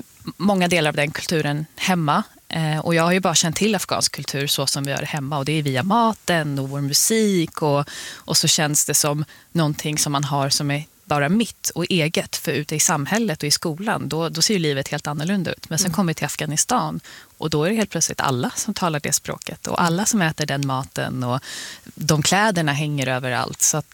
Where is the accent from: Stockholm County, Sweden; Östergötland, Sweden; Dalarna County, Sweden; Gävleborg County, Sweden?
Stockholm County, Sweden; Botkyrka